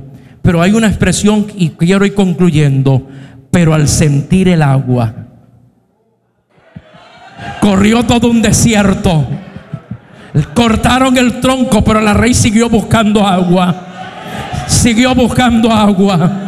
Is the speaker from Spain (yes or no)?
no; Puerto Rico; Yo me voy para mi desierto o mis valles en mi tierra, Puerto Rico.